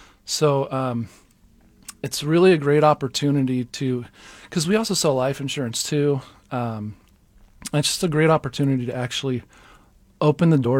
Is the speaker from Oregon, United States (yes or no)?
no; Lolo, Montana, United States; moved away as an adult; now in Phoenix, United States; I grew up in a small town called Lolo, Montana. And when I was 19 years old, I moved out to Phoenix, Arizona. Grew up in a secular home. Didn't know the Lord. None of my family members went to church.